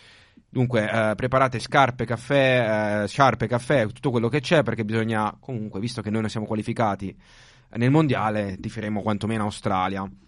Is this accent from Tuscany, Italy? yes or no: no; Reggio Emilia, Emilia-Romagna, Italy; tra l'altro squadra che gioca vicino a casa mia, dove sono cresciuto, a Reggio Emilia.